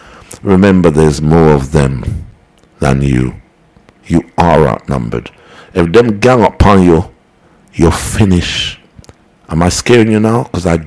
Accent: Jamaica; And you know, I'm a Jamaican.

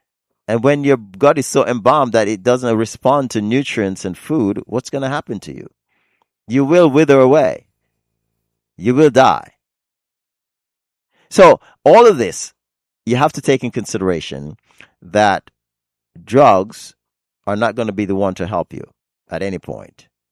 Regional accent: New York City, New York, United States; moved away; I grew up in Harlem during the 80s.

